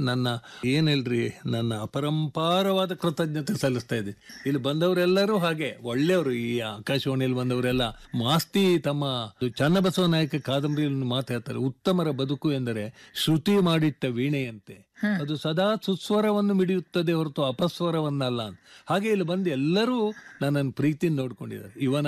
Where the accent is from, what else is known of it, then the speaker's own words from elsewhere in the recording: Uttara Kannada district, Karnataka, India; ನಮ್ದು ಉತ್ತರ ಕನ್ನಡ ಜಿಲ್ಲೆ ಅಲ್ರ, ನಮ್ದು ಉತ್ತರ ಕನ್ನಡ ಜಿಲ್ಲೆ ಅದು.